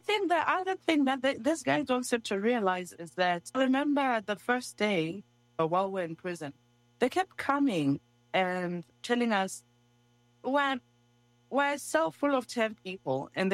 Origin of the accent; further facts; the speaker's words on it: South Africa; Those of us who were South African